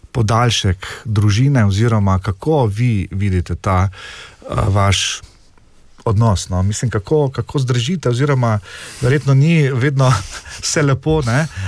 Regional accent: Styria, Slovenia; kot rečemo Štajerci

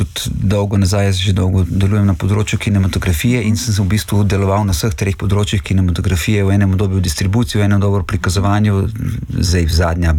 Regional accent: Brežice, Lower Sava, Slovenia; moved away as an adult; Ok, jaz sem pač pri 18-ih odšel iz Brežic, mislim, se vračam, imam še mamo živo, duhovno sem, bi rekel, povezan s tem mestom, fizično pa nisem velik, ne.

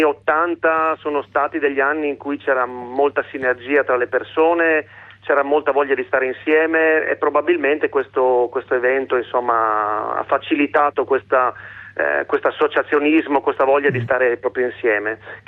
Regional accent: Udine, Friuli-Venezia Giulia, Italy; Ma io sono di Udine Nord. Quindi qualcosina è arrivato anche da noi

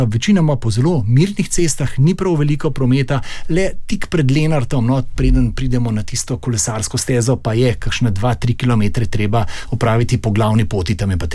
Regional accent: Kamnik, Central Slovenia, Slovenia; ker prihajam iz Kamnika, sem seveda tudi ljubitelj gradov, vsej mali grad Kamničani nosimo v sebi.

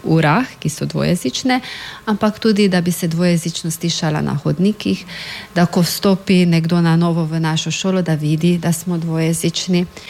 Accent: Mura, Slovenia; Po narodnosti sem tudi Madžarka. Državljanstvo imam slovensko, moj materni jezik je slovenski, sem pa po narodnosti Madžarka. Živela sem v dvojezičnem okolju, v dvojezični družini.

